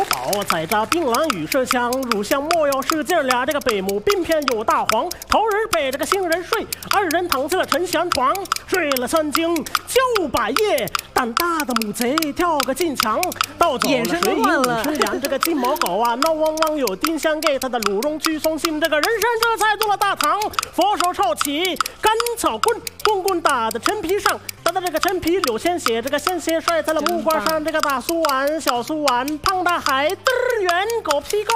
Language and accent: Chinese; Madagascar; Chinese is a second language; now in Beijing, China; 大家好，我是来自马达加斯加的 … ，我现在是北京外国语大学的马达加斯加语专业的老师。